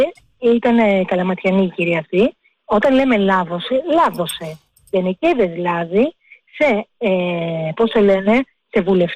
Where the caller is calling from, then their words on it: Greece; γιατί είμαι Ελληνίδα